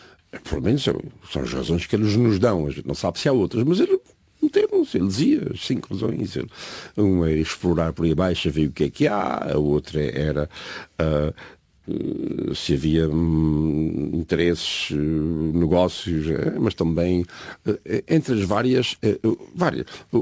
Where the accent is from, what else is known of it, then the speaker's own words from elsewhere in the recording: Azores, Portugal; eu sou açoriano.